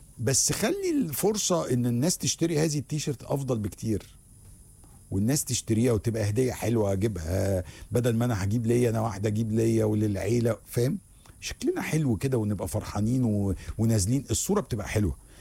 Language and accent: Arabic; Egypt; انا مصري وزي الفل، مش عايش هنا اصلا، انا عايش في مصر